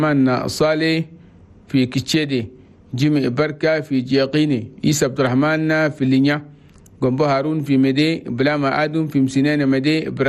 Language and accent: Arabic; Chad; بقول الله يقبل صلاته وكل الصدقات عشان ربنا بيجيب لنا العافية والسلام في بلدنا تشاد.